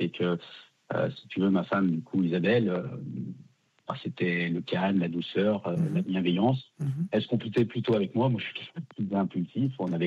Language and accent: French; Lyon, Auvergne-Rhône-Alpes, France